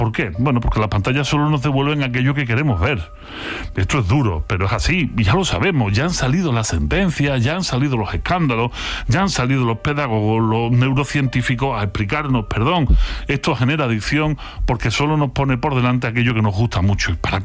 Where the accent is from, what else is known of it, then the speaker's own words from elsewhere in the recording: Andalusia, Spain; pues este es cascarón de huevo, que decíamos cuando éramos chicos aquí en Andalucía.